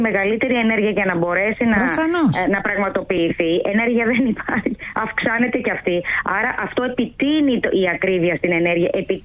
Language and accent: Greek; Greece; Εμείς το βιώνουμε πολύ έντονα εδώ ως Έλληνες